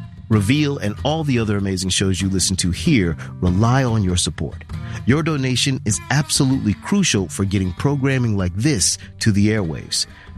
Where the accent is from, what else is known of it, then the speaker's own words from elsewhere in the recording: the South, United States; as a young black man growing up in the South